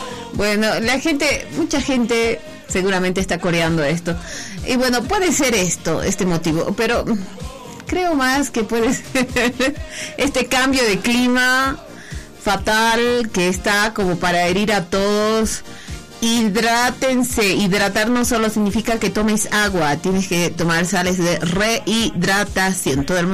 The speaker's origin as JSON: {"language": "Spanish", "region": "Potosí", "country": "Bolivia", "said": "soy muy potosina en ese sentido."}